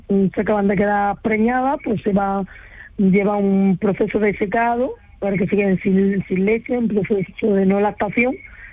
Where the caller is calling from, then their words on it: Alboloduy, Andalusia, Spain; Yo estoy en un pueblecito pequeño de Almería, en una granja de cabras.